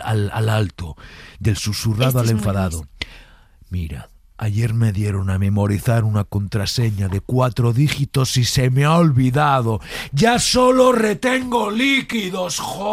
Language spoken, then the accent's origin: Spanish; Galicia, Spain; Oye, no, gracias por todas las veces que salí en YouTube. Mi tierra, Galicia, ya no está en peligro.